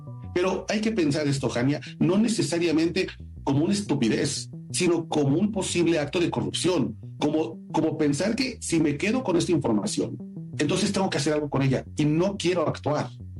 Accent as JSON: {"language": "Spanish", "country": "Mexico", "said": "debe preocuparnos como ciudadanos mexicanos"}